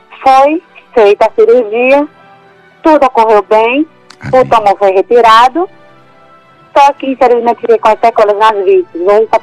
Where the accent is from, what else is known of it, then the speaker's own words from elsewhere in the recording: Fagundes, Paraíba, Brazil; Eu sou de Fagundes, no estado da Paraíba.